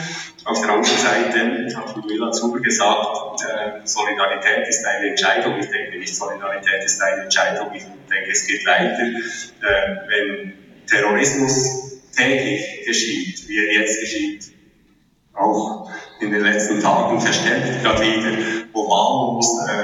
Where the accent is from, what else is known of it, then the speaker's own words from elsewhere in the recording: Switzerland; Und das müssen wir uns als Schweizer